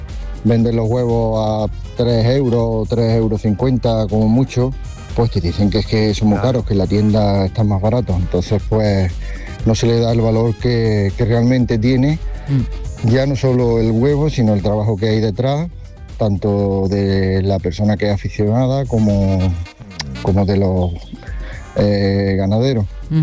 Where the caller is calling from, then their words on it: Cerro Muriano, Andalusia, Spain; de Cerro Muriano.